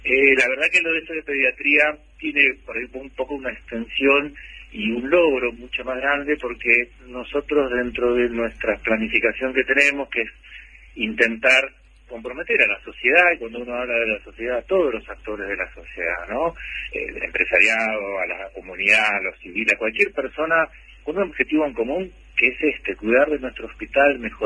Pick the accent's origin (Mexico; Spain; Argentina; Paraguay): Argentina; Curuzú Cuatiá, Corrientes; Y bueno, un saludo y afectuoso saludo, soy correntino, a los correntinos que nos escuchan también.